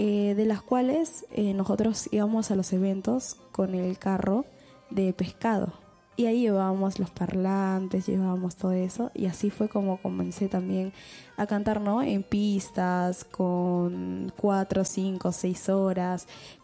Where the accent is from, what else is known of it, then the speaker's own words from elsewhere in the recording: Quilcas, Huancayo, Junín, Peru; yo también no vengo de un lugar de Quilcas, Huancayo